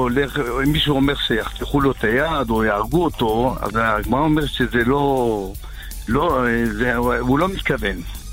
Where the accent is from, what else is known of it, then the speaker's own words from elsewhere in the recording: Jerusalem, Jerusalem District, Israel; אני מירושלים.